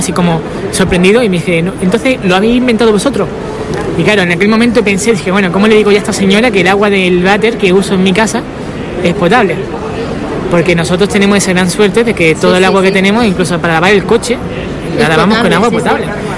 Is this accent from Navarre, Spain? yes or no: no; Málaga, Andalusia, Spain; yo soy andaluz de Málaga